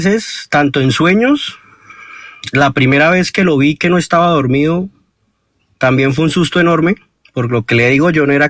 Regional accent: Bucaramanga, Santander, Colombia; pues yo soy de aquí, de Bucaramanga.

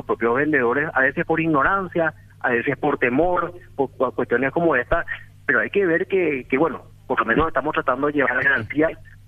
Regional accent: Paraguay; para nosotros muchas veces como paraguayos

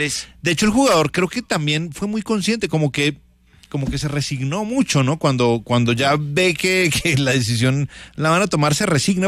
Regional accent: Bogotá, Colombia; Yo que soy bogotano, sí que tiene que mejorar esta ciudad tantas cosas.

